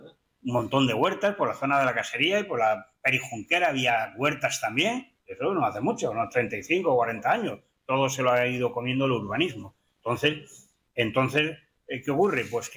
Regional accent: Valencia, Valencian Community, Spain; Bueno, yo procedo de Valencia y allí en Valencia se come muy bien, igual que aquí.

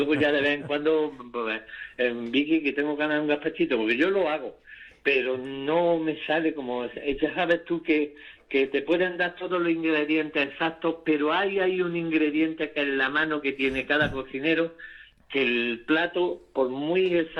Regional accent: Málaga, Andalusia, Spain; also born or lived in Jaén; mi tierra de origen, que es Málaga también

